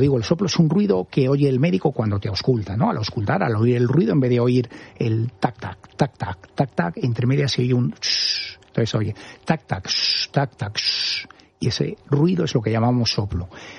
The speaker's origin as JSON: {"language": "Spanish", "town": "Cigales", "region": "Castile and León", "country": "Spain", "tie": "born or raised there", "said": "pues nos casamos en Cigales, que era mi pueblo."}